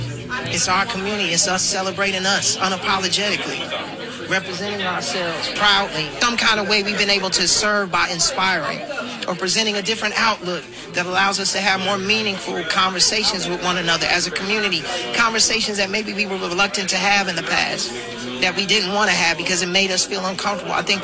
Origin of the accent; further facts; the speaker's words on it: Chicago, Illinois, United States; story of people on the south side of Chicago, which I can definitely identify with because that's my hometown and my community and my people.